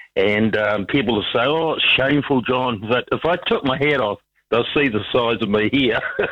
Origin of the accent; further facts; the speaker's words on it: Wanaka, Otago, New Zealand; Listen, mate, I'm from Wanaka. I do fishing every day of the week now. I'm retired.